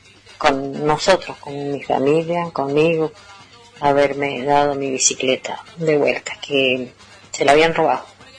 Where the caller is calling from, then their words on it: Malargüe, Mendoza, Argentina; soy de Malargüe